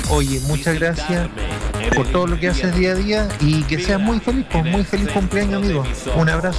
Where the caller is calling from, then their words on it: Curacaví, Santiago Metropolitan Region, Chile; de Curacaví y te escucho todos los días en mi trayecto de Curacaví a Santiago, a la Riquita.